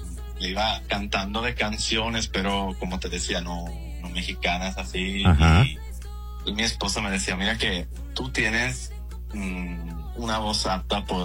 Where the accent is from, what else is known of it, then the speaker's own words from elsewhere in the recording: Florence, Tuscany, Italy; born there; Spanish is a second language; Yo en Florencia, en Italia.